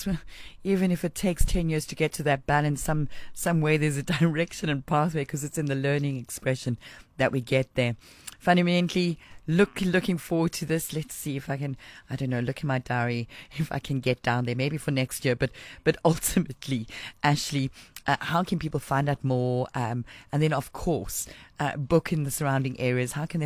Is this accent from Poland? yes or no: no; South Africa; That's what makes us so proudly beautiful South African.